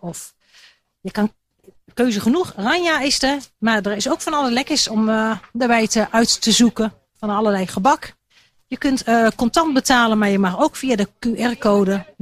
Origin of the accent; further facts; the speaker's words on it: Wezep, Gelderland, Netherlands; Ik kom ook uit Wezep. Ja. Geboren en getogen.